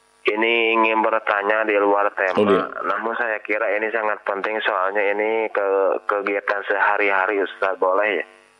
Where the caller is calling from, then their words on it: Cianjur, West Java, Indonesia; dari Cianjur.